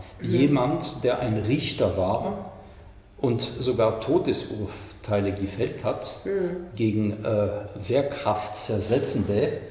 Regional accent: Munich, Bavaria, Germany; Gerade in München, wo ich herkomme, da waren sie sehr aktiv natürlich.

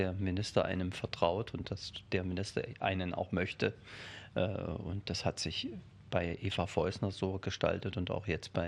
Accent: Hirschberg, Thuringia, Germany; Also ich bin gebürtiger Thüringer, bin 1965 in Hirschberg an der Saale geboren, im südöstlichsten Zipfel Thüringens, kann man sagen, genau an der Grenze zwischen Bayern, Thüringen und Sachsen. Bin ja Thüringer Vogtländer

